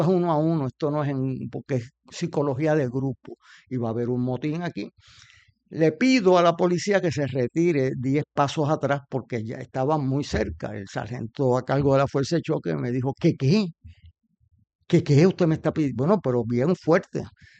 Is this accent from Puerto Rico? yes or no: yes; Río Piedras, Puerto Rico; Allí dijeron cosas a la policía que yo que vengo de Río Piedras nunca había escuchado en mi vida.